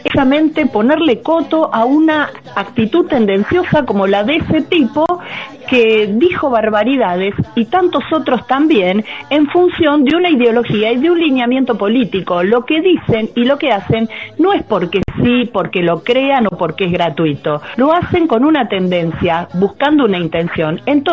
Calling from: San Martín, Buenos Aires Province, Argentina; de San Martín.

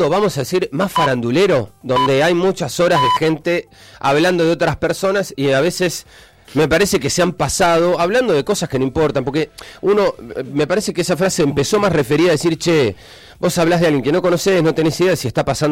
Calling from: Cipolletti, Río Negro, Argentina; Vivo en barrio Obrero A.

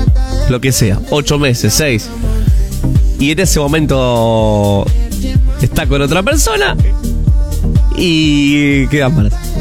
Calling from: Ferré, Buenos Aires, Argentina; Somos de en el kiosco Noel, somos de Ferré, Buenos Aires. Te escuchamos todas las noches.

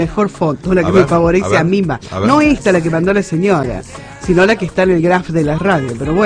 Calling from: Villa Mercedes, San Luis, Argentina; Hola, buen día … soy de Villa Mercedes.

